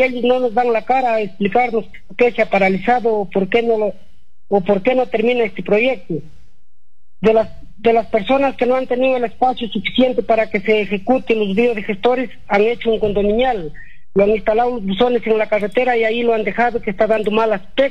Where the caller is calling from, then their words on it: Cochambajo, Cajamarca, Peru; el teniente gobernador del centro poblado de Cochambajo.